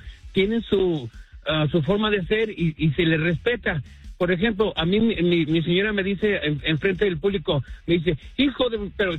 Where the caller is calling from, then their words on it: Tijuana, Baja California, Mexico; de Tijuana. Otra vez de Tijuana.